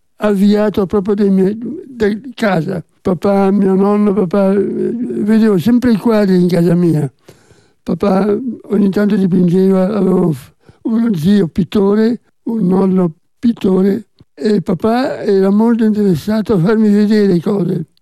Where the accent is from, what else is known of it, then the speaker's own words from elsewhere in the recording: Genoa, Liguria, Italy; also born or lived in Tuscany; In Toscana sono solamente nato, vivevamo a Genova, la mia prima giovinezza fino al liceo stavamo a Genova dove papà lavorava.